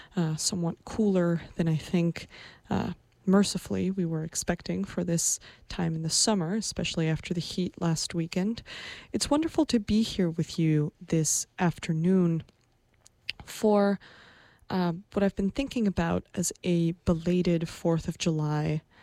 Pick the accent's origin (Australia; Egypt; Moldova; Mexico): Mexico; Mexico City; now in New York, United States; I am originally from Mexico City, where I grew up.